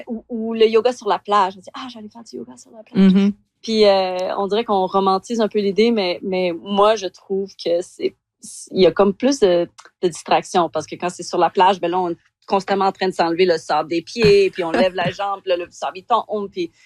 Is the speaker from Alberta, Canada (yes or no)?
yes; Calgary, Alberta, Canada; moved away as an adult; also born or lived in Quebec City; Je suis retournée en Alberta parce que je suis originaire de Calgary.